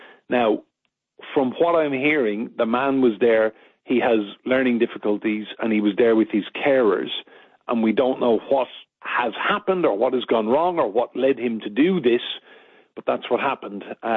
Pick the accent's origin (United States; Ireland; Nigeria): Ireland; now in England, United Kingdom; Well, I'm Irish, Pat